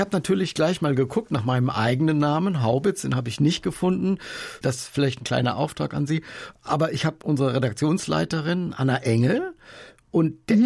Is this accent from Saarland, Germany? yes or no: yes; Saarland, Germany; Nee, wir kommen aus dem Saarland.